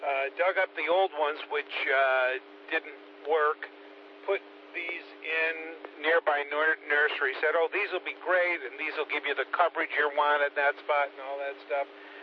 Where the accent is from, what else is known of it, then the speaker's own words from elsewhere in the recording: Scranton, Pennsylvania, United States; I grew up in Scranton.